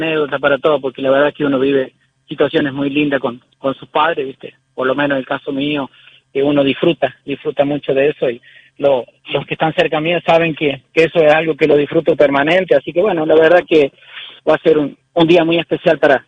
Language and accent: Spanish; Luján, San Luis, Argentina; Bueno, mi pueblo, Luján, no tenemos obviamente nada que envidiarles, tenemos un atractivo turístico impresionante